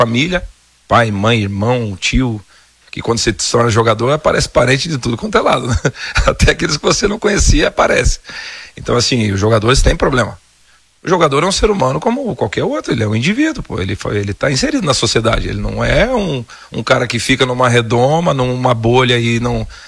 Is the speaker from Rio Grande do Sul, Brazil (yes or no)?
no; Curitiba, Paraná, Brazil; Sou nascido e criado em Curitiba